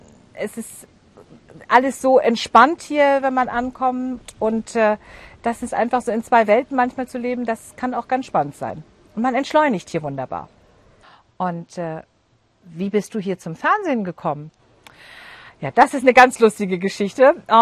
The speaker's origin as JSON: {"language": "German", "region": "Hamburg", "country": "Germany", "tie": "born or raised there"}